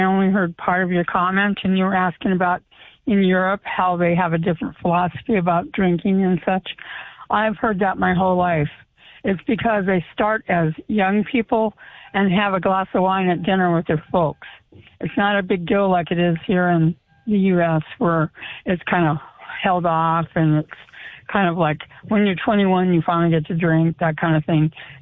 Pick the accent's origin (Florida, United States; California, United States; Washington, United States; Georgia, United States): California, United States; moved away as an adult; now in North Dakota, United States; I was raised in California and didn't move to North Dakota till I was in my 30s.